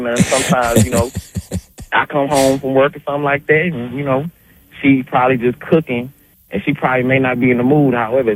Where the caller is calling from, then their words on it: Montgomery, Alabama, United States; I'm calling from Montgomery, Alabama right now.